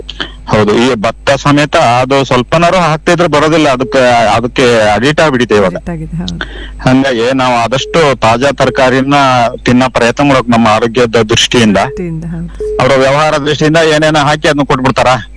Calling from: Shivamogga, Karnataka, India; ತಾಲೂಕು ಜಿಲ್ಲೆ ನಮ್ಮೂರ ಆಯ್ತಲ್ಲ, ಶಿವಮೊಗ್ಗ

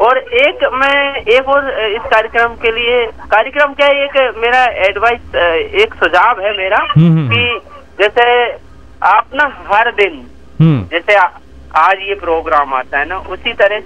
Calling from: Indore, Madhya Pradesh, India; मैं हाँ इंदौर से बात कर रहा हूँ

